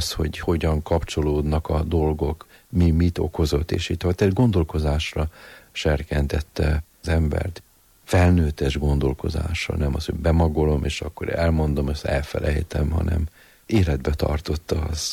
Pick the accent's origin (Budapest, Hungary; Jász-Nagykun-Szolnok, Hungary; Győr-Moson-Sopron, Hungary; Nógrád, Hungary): Budapest, Hungary; A Mátyás templomba nőttünk föl, minisztráns voltunk